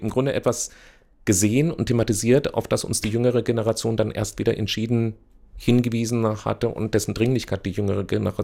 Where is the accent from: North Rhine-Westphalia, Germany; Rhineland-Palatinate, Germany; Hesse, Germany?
Hesse, Germany; Marburg; born or raised there